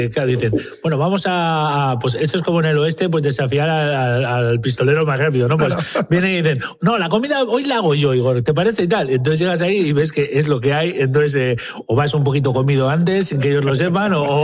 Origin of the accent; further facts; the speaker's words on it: Bilbao, Basque Country, Spain; born there; y era una situación muy especial dentro de Bilbao